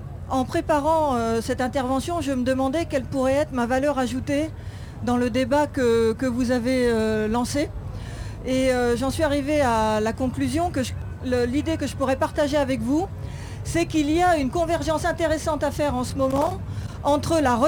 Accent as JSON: {"language": "French", "country": "France"}